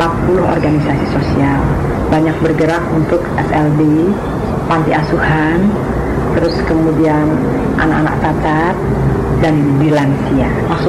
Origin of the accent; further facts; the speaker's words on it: Jakarta, Indonesia; kebetulan saya di Jakarta, lahir di Jakarta. Semua saudara saya lahir di Jakarta karena orang tua saya tinggal di Jakarta. Kami itu dari kecil kita beragama Islam. Tapi kami dari TK sampai di SMA, kami itu bersekolah di sekolah Katolik.